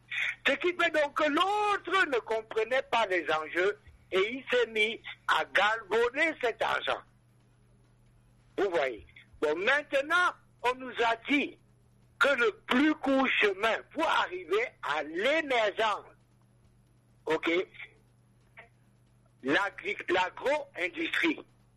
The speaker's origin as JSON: {"language": "French", "country": "Cameroon"}